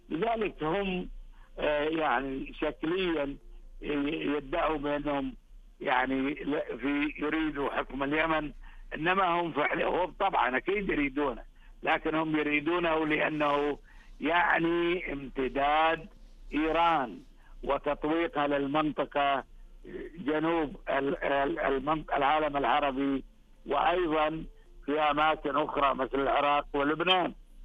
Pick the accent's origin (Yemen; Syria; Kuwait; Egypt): Kuwait; يعني أنا أذكر عندنا في الكويت